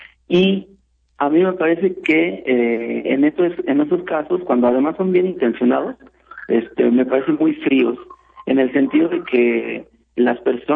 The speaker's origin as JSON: {"language": "Spanish", "town": "Valle de Chalco", "region": "State of Mexico", "country": "Mexico", "said": "en mi barrio, que yo vivo en Valle de Chalco, de ahí soy, y viví ahí durante el movimiento estudiantil"}